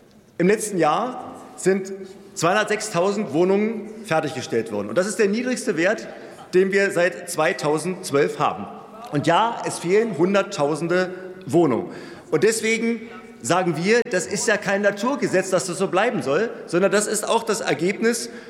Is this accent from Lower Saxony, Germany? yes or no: no; Berlin, Germany; Manchmal, meine Heimatstadt in Berlin, gibt es Fälle, wo man bis zu 10 Jahre auf eine Baugenehmigung bzw. einen Bebauungsplan wartet.